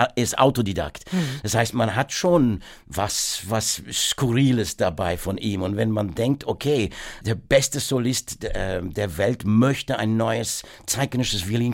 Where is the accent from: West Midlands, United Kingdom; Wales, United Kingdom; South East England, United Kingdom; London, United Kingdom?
West Midlands, United Kingdom; Worcester; German is a second language; Keine Ahnung, ich bin natürlich in Worcester aufgewachsen. Dass jemand, der Elgar war irgendwie, da ist der Geburtsort von ihm.